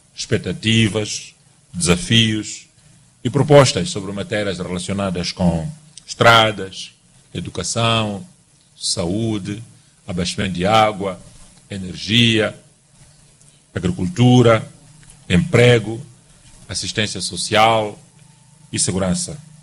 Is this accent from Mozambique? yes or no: yes; Mozambique; todos nós, como moçambicanos